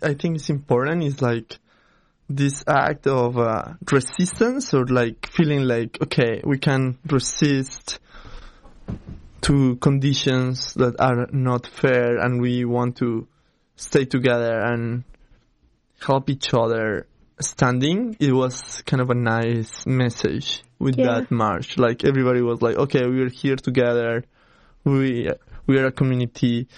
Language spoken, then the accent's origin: English; Colombia; now in United States; I am from Colombia